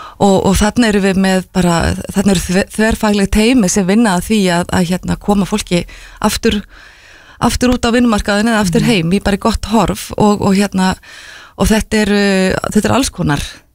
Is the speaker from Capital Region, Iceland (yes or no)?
yes; Mosfellsbær, Capital Region, Iceland; Ég er náttúrulega Mosfellingur